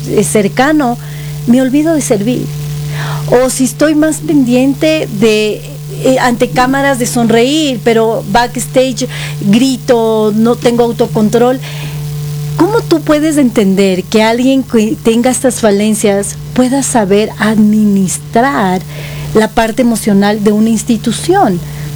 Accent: Ecuador

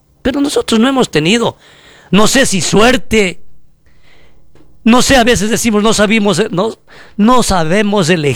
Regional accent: Ecuador; Nosotros como ecuatorianos hacemos votos porque a este gobierno le vaya bien.

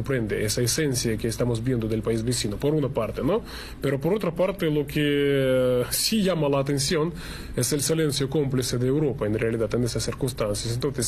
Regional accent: Russia; para nosotros los rusos

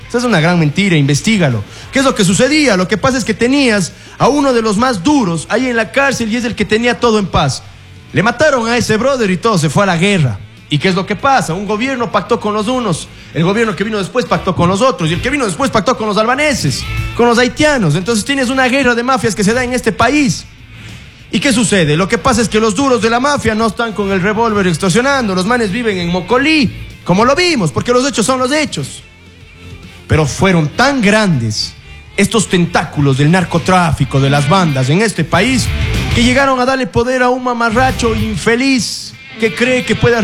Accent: Ecuador; soy ecuatoriano

